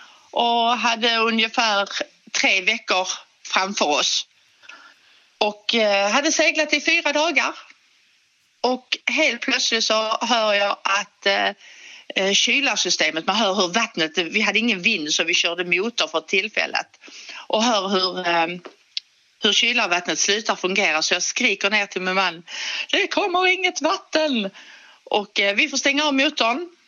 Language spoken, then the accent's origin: Swedish; Skåne, Sweden; Vi är ju, du kanske hör att vi är från Skåne.